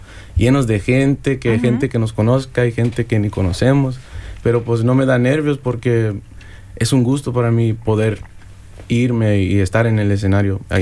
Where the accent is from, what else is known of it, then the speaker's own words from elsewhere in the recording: Toledo, Ohio, United States; also born or lived in Rio Grande Valley, Texas; uno viene desde el Valle de Texas. Ahí nací, pero crecí en Toledo.